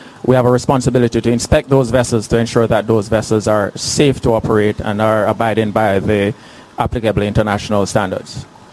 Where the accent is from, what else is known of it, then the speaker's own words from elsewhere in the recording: Jamaica; So I'd like us, not just the students here, but as Jamaican, as an island nation, to take that on board and recognize the importance of shipping to Jamaica as a maritime state.